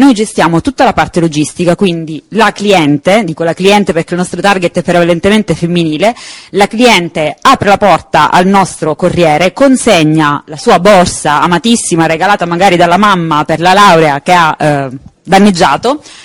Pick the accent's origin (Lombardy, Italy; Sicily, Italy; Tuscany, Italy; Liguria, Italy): Sicily, Italy; Sciacca; Sciacca, che è la mia città d'origine